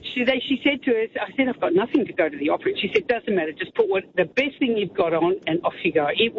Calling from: Australia; where are you from? We said, Australia.

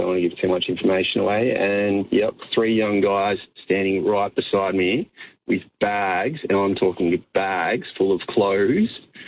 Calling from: Ballarat, Victoria, Australia; Good morning, Australia, from Ballarat.

